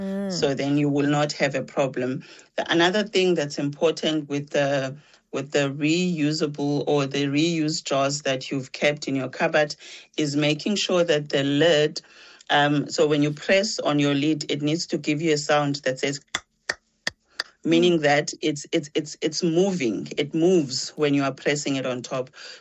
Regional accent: Eastern Cape, South Africa; moved away as an adult; now in Cape Town, South Africa; I was born in the Eastern Cape, raised in a self-sufficient home. So I moved to Cape Town about 20 years ago.

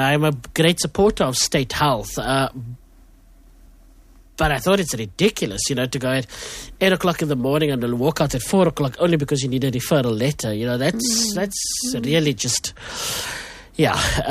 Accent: Cape Town, Western Cape, South Africa; moved away; I come from Bontheville, where gang violence was an everyday lived reality. I no longer live there, but I know it all too well.

